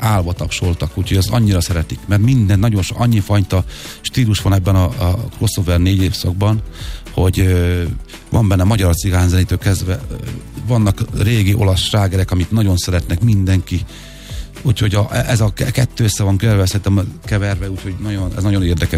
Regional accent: Tiszafüred, Jász-Nagykun-Szolnok, Hungary; én gyerekkoromban, hogy Tiszafüreden éltem, nagyon sok lagzi volt.

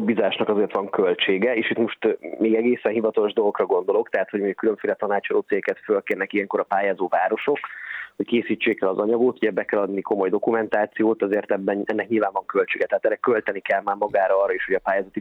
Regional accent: Szeged, Csongrád-Csanád, Hungary; Én szegedi vagyok.

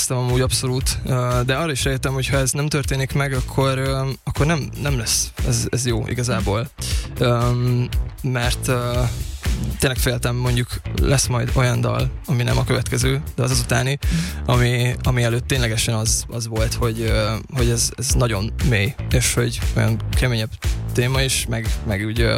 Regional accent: Nyíregyháza, Szabolcs-Szatmár-Bereg, Hungary; moved away; Igen, nyíregyházi vagyok

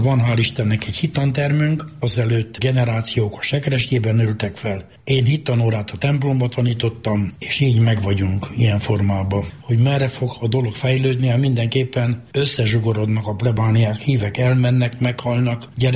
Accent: Timișoara, Timiș County, Romania; first language Hungarian; Hát én nagyon boldog voltam, hogy na most már bekerülök szülővárosomba, azóta itt vagyok.

